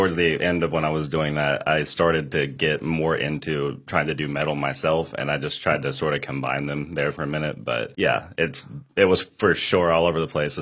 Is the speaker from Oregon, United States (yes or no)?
no; Huntington, West Virginia, United States; three out of five of us are living in Charleston, and then I'm from Huntington.